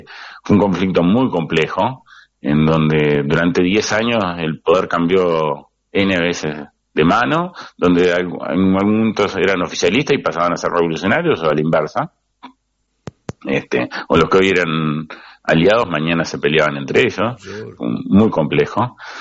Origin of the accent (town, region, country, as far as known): Uruguay